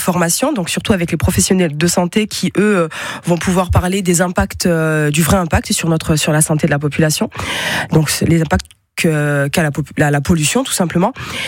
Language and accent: French; Avignon, Provence-Alpes-Côte d'Azur, France; j'étais encore toute jeune à ce moment-là. Donc, je suis native de la Rocade.